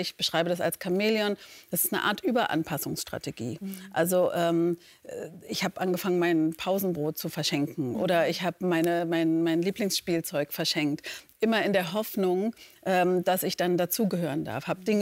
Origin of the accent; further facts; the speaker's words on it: Leipzig, Saxony, Germany; Leipzig war meine Heimatstadt. Ich war noch nie woanders, also bis zu meinem 8. Lebensjahr.